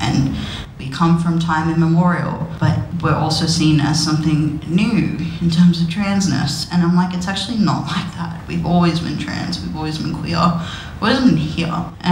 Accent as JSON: {"language": "English", "town": "Yarra", "region": "Victoria", "country": "Australia", "said": "And then I say, oh, I'm from Yarra."}